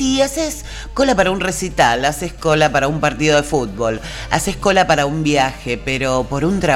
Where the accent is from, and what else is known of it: Argentina